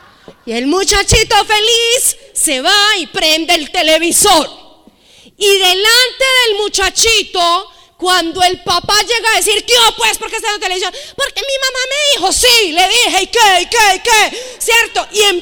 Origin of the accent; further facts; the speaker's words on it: Envigado, Antioquia, Colombia; nosotros somos de Medellín, específicamente de Envigado, Antioquia? Entonces, en la casa donde actualmente yo vivo, de hecho, es una casa de dos pisos.